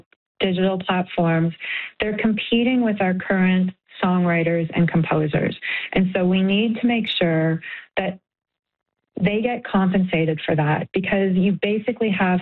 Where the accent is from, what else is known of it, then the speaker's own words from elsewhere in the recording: Canada; our music as Canadians